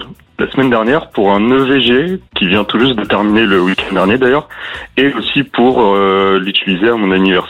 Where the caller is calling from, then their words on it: Metz, Grand Est, France; Alors, j'habite à Metz et je suis consultant en informatique.